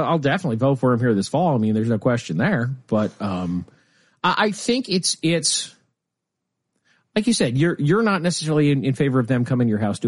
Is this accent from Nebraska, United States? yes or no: yes; Lincoln, Nebraska, United States; He's over the second district, which is, or is it first district? It's Lincoln, my hometown.